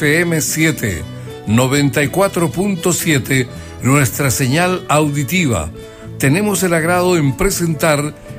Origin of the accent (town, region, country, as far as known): Chile